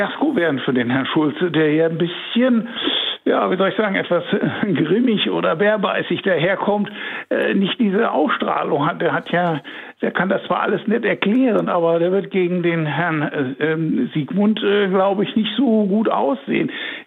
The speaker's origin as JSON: {"language": "German", "country": "Germany", "tie": "born or raised there", "said": "ich bin Bundesbürger, ich bin am Westen aufgewachsen, aber ich habe weitläufig Verwandte in der DDR gehabt"}